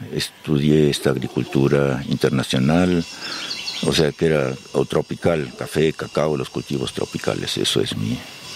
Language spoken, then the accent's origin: Spanish; Argentina; also born or lived in Germany; con mi madre y mis dos hermanitas, que tenían 3 y 5 años, en el barco de regreso a Argentina, llegamos allá. Ahí crecí.